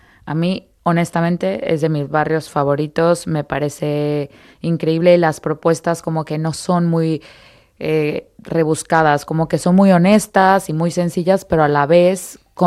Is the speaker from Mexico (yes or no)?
yes; Mexico; en México, como mexicano, tú si vas a un lugar que tiene muchas salsas